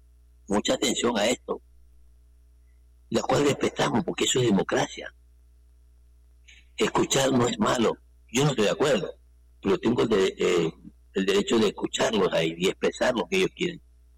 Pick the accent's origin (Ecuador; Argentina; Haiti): Ecuador; Guayaquil, Guayas; now in Durán, Ecuador; yo como guayacense, como guayaquileño, porque yo nací en Guayaquil, ahora vivo en Durán. Nací en Guayaquil, un barrio muy popular, las cinco esquinas. Y me siento orgulloso como guayaquileño